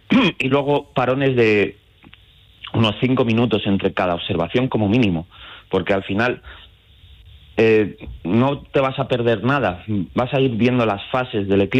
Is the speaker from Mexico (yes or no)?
no; Community of Madrid, Spain; now in Alcalá del Júcar, Spain; soy un madrileño que viene a Castilla-La Mancha